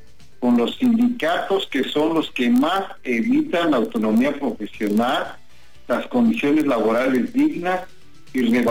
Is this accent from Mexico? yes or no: yes; Mexico; Señores, todos somos mexicanos y todos tenemos las mismas oportunidades.